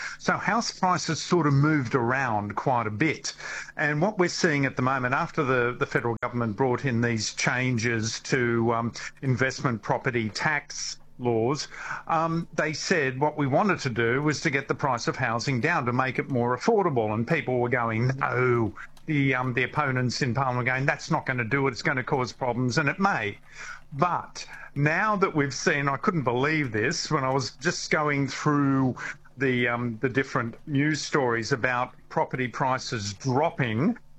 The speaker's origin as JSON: {"language": "English", "region": "New South Wales", "country": "Australia", "moved": "yes", "lives_now": "Victoria, Australia", "said": "No, I came to Victoria 30 years ago, but in New South Wales, my mum actually had a fish shop."}